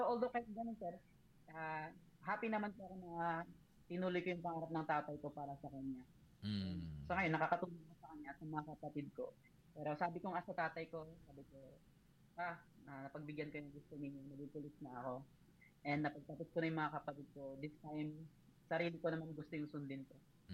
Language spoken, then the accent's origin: Tagalog; Mimaropa, Philippines; also born or lived in Mindoro; kasi taga-Palawan po talaga.